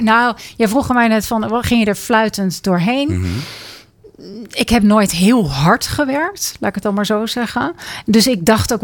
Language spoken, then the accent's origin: Dutch; Bilthoven, Utrecht, Netherlands; Ik kom niet uit IJsmeer of Kudelstaart oorspronkelijk. Ik kom uit Bilthoven, uit een vrij klein dorp. Alhoewel, het heeft volgens mij ook rond de 40.000 inwoners. Het was een dorp vrij beschermd, opgevoed, mijn ouders.